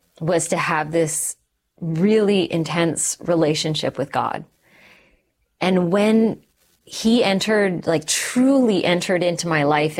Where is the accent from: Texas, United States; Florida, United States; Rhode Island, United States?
Texas, United States; also born or lived in Calgary, Canada / Sri Lanka; So I was born in Canada. Yeah. I was born in Calgary, and then my family shifted to the States. So I grew up in Texas for a while